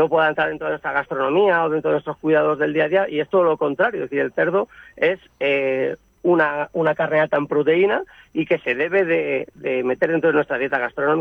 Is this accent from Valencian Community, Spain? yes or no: yes; Valencian Community, Spain; pero yo soy valenciano.